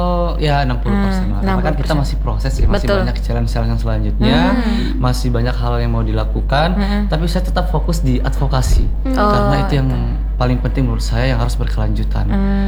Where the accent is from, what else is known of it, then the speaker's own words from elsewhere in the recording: South Sulawesi, Indonesia; Kalau saya kan di keluarga memang kental dengan adat dan budaya. Saya dari Kabupaten Takalar.